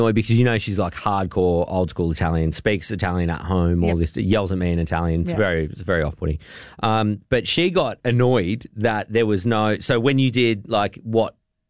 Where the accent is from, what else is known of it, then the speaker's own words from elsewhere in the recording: Wollongong, New South Wales, Australia; if I was overseas and they said, where are you from? I wouldn't say the Gong.